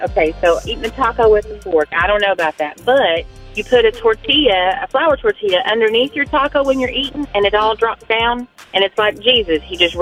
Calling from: Texas, United States; I'm from Texas.

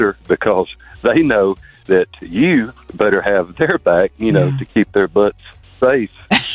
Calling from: Tuscaloosa County, Alabama, United States; Down here in Tuscaloosa County.

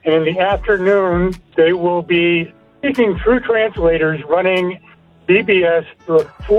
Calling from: Reno, Nevada, United States; I'm from Reno, Nevada.

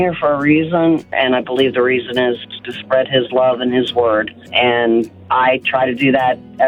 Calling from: Centerville, Ohio, United States; I am calling from Centerville, Ohio.

